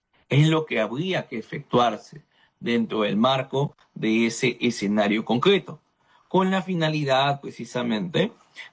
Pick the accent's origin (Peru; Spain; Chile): Peru; Chiclayo, Lambayeque; bendiciones hasta mi tierra hermosa de Chiclayos